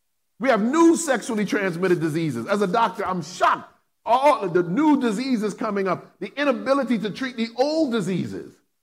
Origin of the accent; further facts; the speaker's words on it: Connecticut, United States; Like I did growing up in Connecticut.